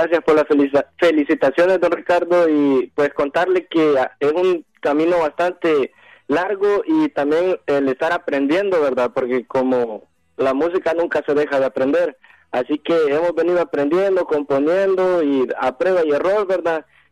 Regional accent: Ilobasco, Cabañas, El Salvador; obviamente somos orgullosamente también salvadoreños, y pues yo soy de acá, de Hilo Vasco, Cabañas

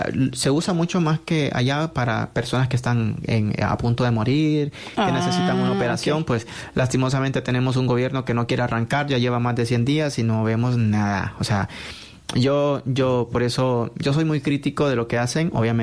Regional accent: Honduras; moved away

